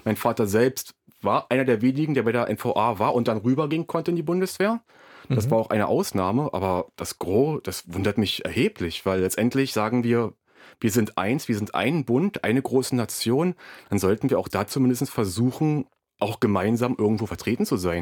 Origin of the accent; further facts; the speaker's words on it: Brandenburg, Germany; Ich sag so, aus Brandenburg. Ach, aus dem Osten, Sie kommen aus dem Osten.